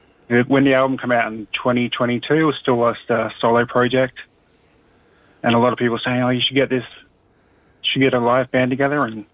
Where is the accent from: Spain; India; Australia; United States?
Australia; Brisbane, Queensland; We're from Brisbane.